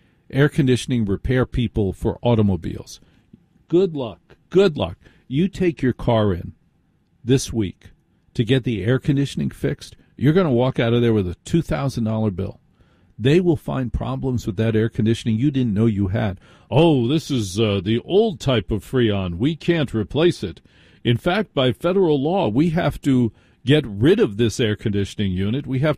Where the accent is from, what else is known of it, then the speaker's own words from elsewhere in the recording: Maplewood, New Jersey, United States; The reason I asked you where you lived is because I grew up in Maplewood, so I know the area